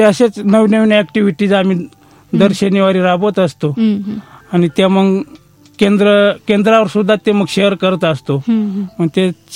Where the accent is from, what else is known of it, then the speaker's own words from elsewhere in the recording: Maharashtra, India; मी पेठ तालुक्यातील झाडीपाडा जळे येथील मूळ गावी राहतो.